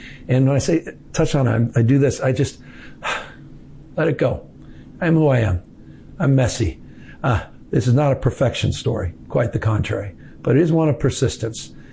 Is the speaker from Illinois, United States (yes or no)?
no; San Francisco, California, United States; I grew up in San Francisco and the bay and the fog.